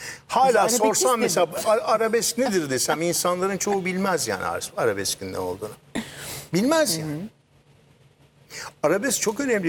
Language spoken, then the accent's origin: Turkish; Konya, Turkey; Yani Konya bizim zaten çok yani ben Konyalıyım.